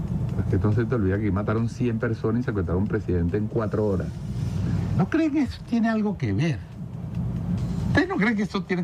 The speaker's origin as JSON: {"language": "Spanish", "country": "Venezuela", "said": "que lamentablemente todos somos venezolanos, todos tenemos derecho"}